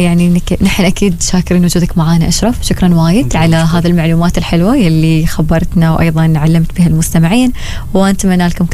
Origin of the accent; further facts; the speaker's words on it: Oman; هنا عندنا في سلطنة عمان